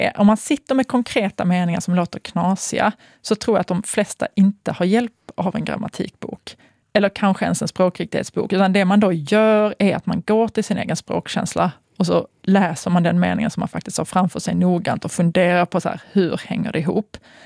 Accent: Sweden; vi som svenska

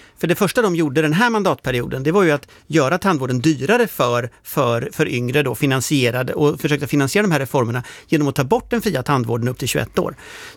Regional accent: Gothenburg, Västra Götaland County, Sweden; Men jag är från Göteborg själv. Göteborg är en hamnstad.

